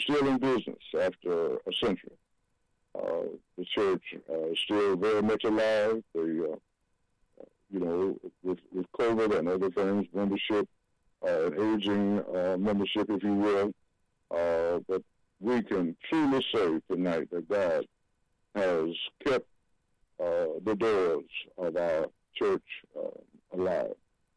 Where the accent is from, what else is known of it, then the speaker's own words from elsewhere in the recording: Atlanta, Georgia, United States; now in Detroit, United States; Well, I was born in Atlanta, and then at age 9, my family moved to the city of Detroit and attended the schools here in Detroit at that early age, and then we moved back to Atlanta.